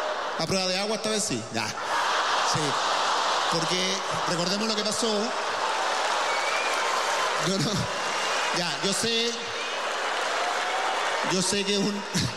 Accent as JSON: {"language": "Spanish", "country": "Chile", "said": "Como que cada vez como chilenos queremos cambiarlo todo, nos pasamos tres pueblos y volvemos al mismo punto en el que estábamos."}